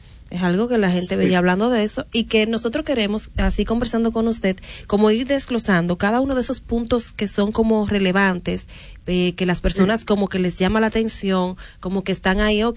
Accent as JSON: {"language": "Spanish", "country": "Dominican Republic"}